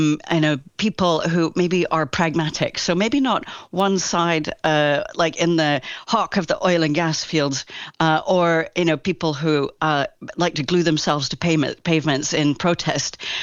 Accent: Kelowna, British Columbia, Canada

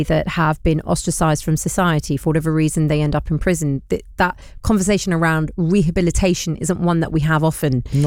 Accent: London, United Kingdom; I, as a Londoner

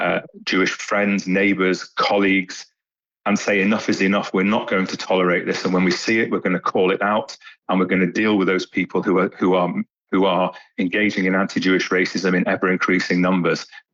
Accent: United Kingdom; We are proud British citizens. Our British identity and our Jewish identity sit comfortably alongside each other.

